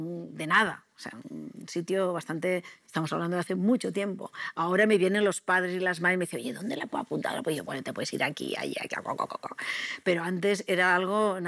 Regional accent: Alcoy, Valencian Community, Spain; yo soy de Alcoy, de allí, de esa ciudad maravillosa

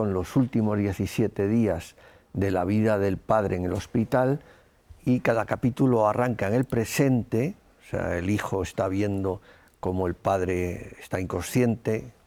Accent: Galicia, Spain; mi empeño estaba en arrancar en Galicia, ¿no? que es mi tierra. Y entonces me la tuvieron que traducir porque no soy capaz ni de leer, ni de escribir, ni de hablar gallego.

